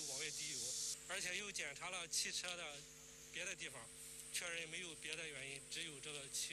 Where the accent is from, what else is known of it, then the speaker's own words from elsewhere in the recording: Linqu, Shandong, China; 我老家是临朐的